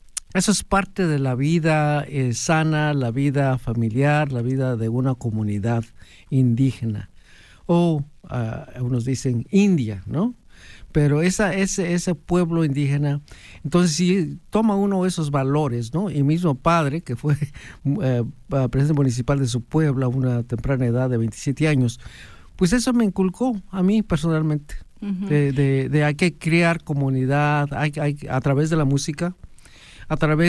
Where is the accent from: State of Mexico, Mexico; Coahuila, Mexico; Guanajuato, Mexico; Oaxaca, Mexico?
Oaxaca, Mexico; Tequistepec; Nos definimos como pueblo, y en mi pueblo ahí de Tequistepec es la música lo que nos une, aparte de la iglesia, ¿no?